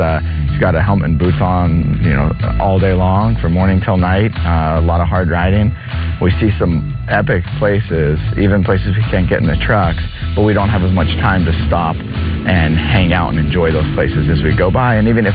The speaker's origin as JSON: {"language": "English", "town": "Temecula", "region": "California", "country": "United States", "said": "from Temecula, California."}